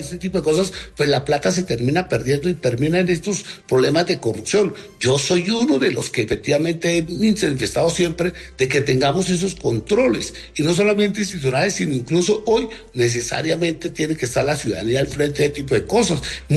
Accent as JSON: {"language": "Spanish", "country": "Colombia", "said": "es que como colombianos hacer una veeduría"}